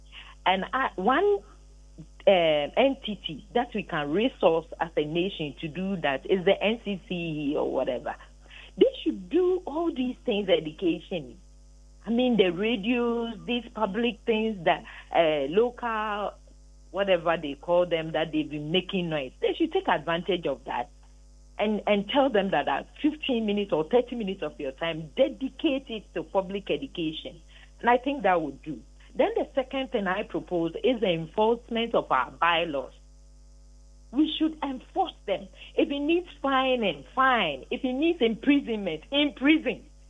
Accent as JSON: {"language": "English", "country": "Ghana", "tie": "born or raised there", "said": "I remember growing up in Amekum"}